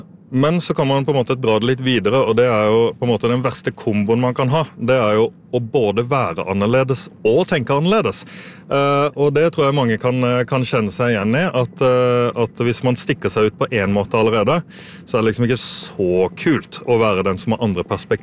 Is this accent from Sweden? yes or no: no; Norway; Det kan vara typiskt alltså detta som norrmän vet vi väldigt gott att måten vi kanske tar upp ting på kan vara lite passiv-aggressivt.